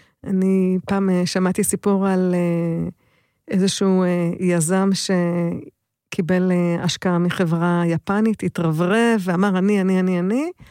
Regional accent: Geneva, Switzerland; also born or lived in Cyprus; אני גדלתי בחול, אבי היה דיפלומט, גדלתי בקנב ובקפריסין, ואנגלית היא כמו שפת אם עבורי

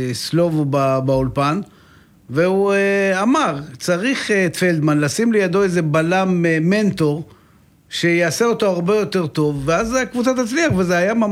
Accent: Netanya, Central District, Israel; אני גם מנתניה

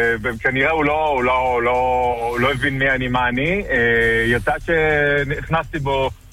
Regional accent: Bat Yam, Tel Aviv District, Israel; also born or lived in Metula; שם גדלתי כילד

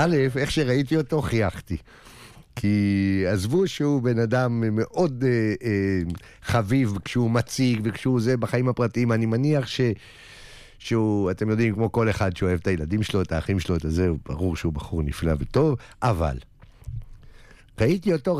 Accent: Jerusalem, Jerusalem District, Israel; אז הבנת שאני ירושלמי

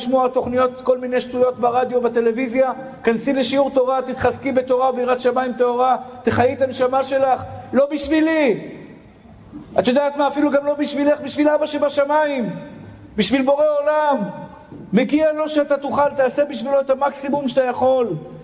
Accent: Tel Aviv, Tel Aviv District, Israel; אני גדלתי בשכונת התקווה

